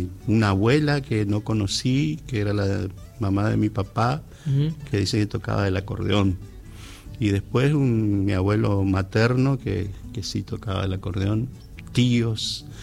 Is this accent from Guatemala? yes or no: no; La Cruz, Corrientes, Argentina; moved away; Yo me crié en La Cruz, un pueblo que está a 100 kilómetros al norte de Paso de los Libres. Un pueblo de raíz jesuítica que yo amo profundamente, porque allí viví una infancia y adolescencia felicísima